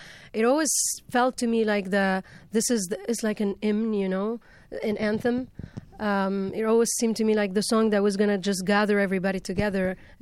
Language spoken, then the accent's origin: English; Tunisia; growing up in Tunisia